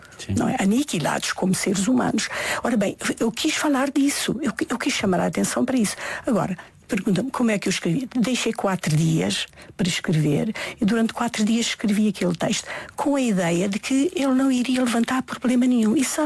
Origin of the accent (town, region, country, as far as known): Algarve, Portugal; born there